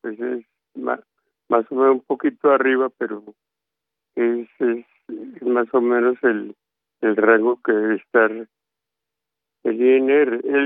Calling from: Madrid, Cundinamarca, Colombia; la llamo de Madrid, Cundinamarca.

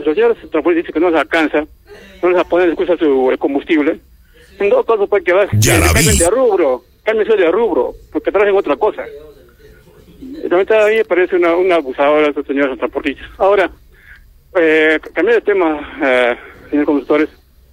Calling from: Arequipa, Peru; nosotros somos arequipeños.

